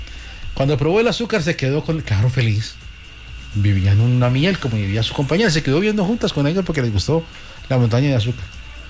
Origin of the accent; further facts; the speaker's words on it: Antioquia, Colombia; él es Restrepo, aunque es Titiribí, yo soy de Belén Rincón.